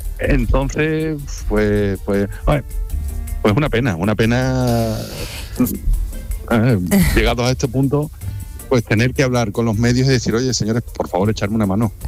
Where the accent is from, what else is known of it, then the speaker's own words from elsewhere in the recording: Benahavís, Andalusia, Spain; born there; quiero estar en mi pueblo